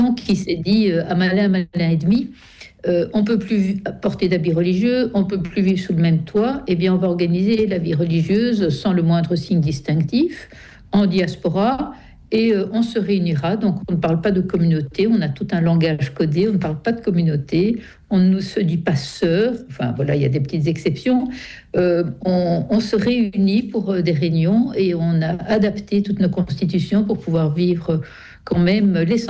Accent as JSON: {"language": "French", "region": "Brussels", "country": "Belgium", "said": "Je suis de Bruxelles."}